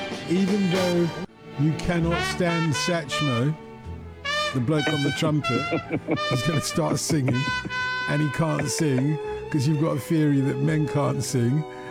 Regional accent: Nigeria; I am Nigerian.

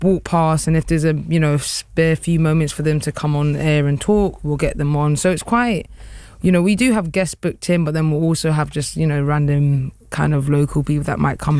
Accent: London, United Kingdom; that's what I'm used to in I suppose my part of West London, where people just stop and say hi to you and chat to you

